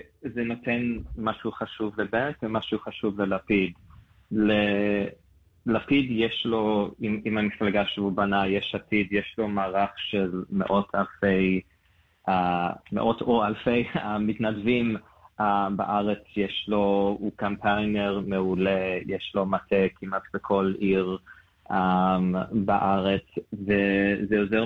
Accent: Melbourne, Victoria, Australia; moved away as an adult; now in Israel; אני גדלתי במלבורן, הייתי מורה בתיכון שם במספר בתי ספר יהודים, וב-2018 אני עליתי לארץ עם המשפחה שלי

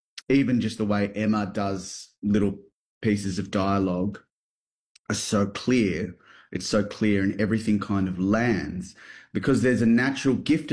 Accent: Philippines; when you're on stage or in front of a camera as a Filipino, I think people are very, very, very at home

